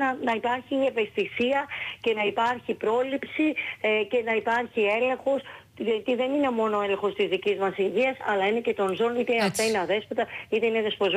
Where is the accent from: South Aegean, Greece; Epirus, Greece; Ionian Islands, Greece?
South Aegean, Greece; Rhodes; born there; also born or lived in Kastellorizo; Η μαμά μου δηλαδή και η γιαγιά μου είναι από εκεί και είναι στην ουσία η δεύτερη μου πατρίδα. Δηλαδή εκτός ότι έχω γεννηθεί στη Ρόδο, το Καστελόριζο είναι το νησί μου.